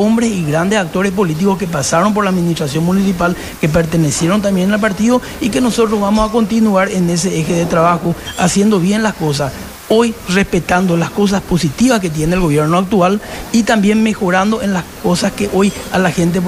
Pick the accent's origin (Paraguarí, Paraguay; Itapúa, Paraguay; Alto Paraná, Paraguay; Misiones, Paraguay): Itapúa, Paraguay; Encarnación; Yo soy genuino de esta ciudad porque mis orígenes, mis raíces. Soy prácticamente un hijo mimado de esta ciudad. He vivido, he crecido en todo momento acá